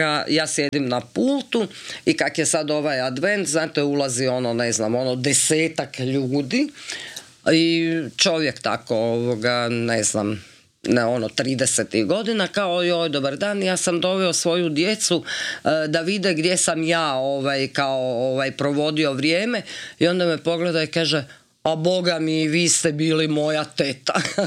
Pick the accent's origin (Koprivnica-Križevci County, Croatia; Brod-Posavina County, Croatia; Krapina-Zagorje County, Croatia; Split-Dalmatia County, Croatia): Brod-Posavina County, Croatia; Slavonski Brod; Ja sam se sjetila da je general Čuletić iz Slavonskog Broda, ja sam iz Slavonskog Broda